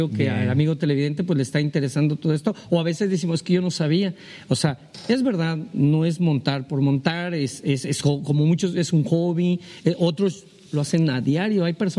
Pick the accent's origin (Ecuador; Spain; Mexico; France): Mexico; Villaldama, Veracruz; en esta parte de donde yo vengo, Villaldama, toda esa zona